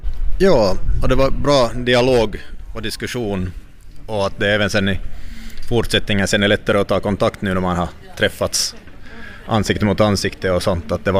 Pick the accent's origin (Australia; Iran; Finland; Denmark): Finland; Iniö, Southwest Finland; från Injö och jag är där företagare och med i föreningar